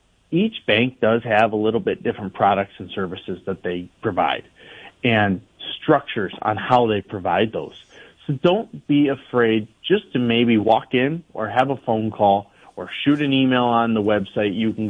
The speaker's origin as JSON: {"language": "English", "town": "Estelline", "region": "South Dakota", "country": "United States", "tie": "born or raised there", "said": "or you're my hometown, small town, Esteline."}